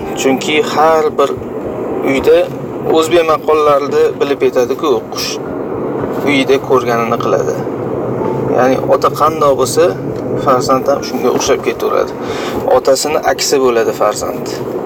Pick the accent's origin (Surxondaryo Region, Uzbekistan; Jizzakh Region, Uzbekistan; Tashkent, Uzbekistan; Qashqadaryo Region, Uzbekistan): Tashkent, Uzbekistan; O'zim Rakat mahallaliman. Bizning mahallada Askiya bozor bor edi.